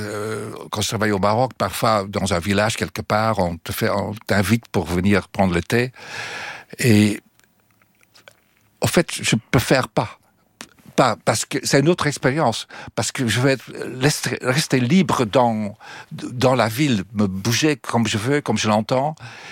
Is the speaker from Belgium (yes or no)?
yes; Belgium; moved away; quand moi j'ai quitté la Belgique, j'ai commencé à quitter en 62, 63